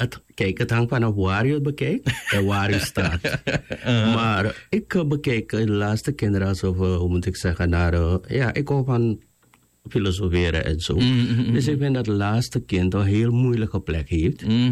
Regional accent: Suriname; Ik ben een Surinamer, Maron afkomst.

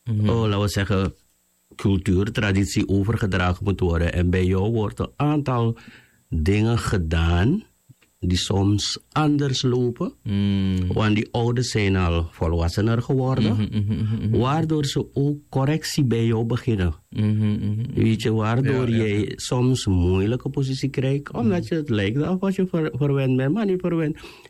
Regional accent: Suriname; Ik ben een Surinamer, Maron afkomst.

